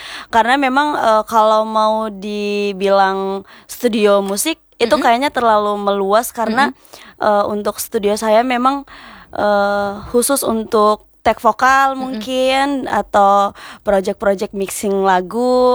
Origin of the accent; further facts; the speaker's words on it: Makassar, South Sulawesi, Indonesia; Kenapa di dibilang Gambara karena kebetulan saya orang Makassar.